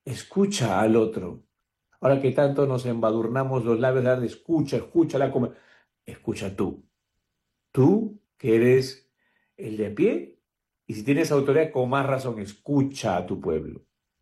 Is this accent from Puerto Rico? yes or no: no; Peru; Que vivamos como peruanos de fe